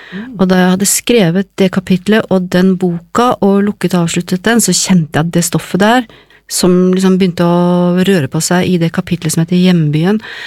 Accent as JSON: {"language": "Norwegian", "town": "Moss", "region": "Østfold", "country": "Norway", "said": "Egentlig så kommer jeg fra Moss, og jeg pleier å si at forbløffende mange av oss er fra Moss"}